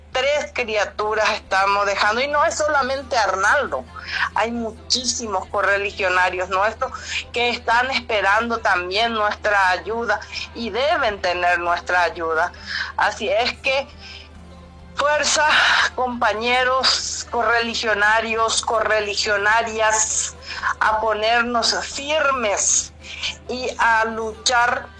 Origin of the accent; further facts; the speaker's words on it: Carapeguá, Paraguarí, Paraguay; mi pueblo ha vivido demasiado años en duelo